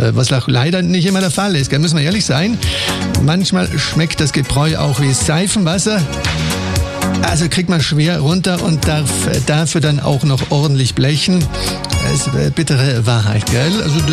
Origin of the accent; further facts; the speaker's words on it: Trentino-Alto Adige, Italy; Da wird gesprochen hier in Südtirol. Und ja, beim Espresso sind wir Südtiroler jetzt ganz offiziell Spitze leider beim Preis.